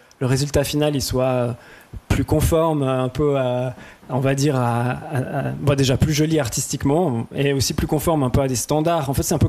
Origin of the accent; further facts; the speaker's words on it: Fribourg, Switzerland; Ben, moi, comme je viens de Fribourg, j'ai la chance de collaborer avec une sorte de fonds de soutien pour des jeunes artistes